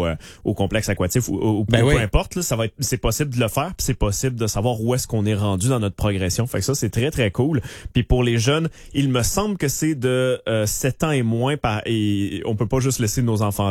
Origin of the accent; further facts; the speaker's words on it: Nicolet, Quebec, Canada; moved away; j'ai grandi à Nicolette, là, comme j'ai dit.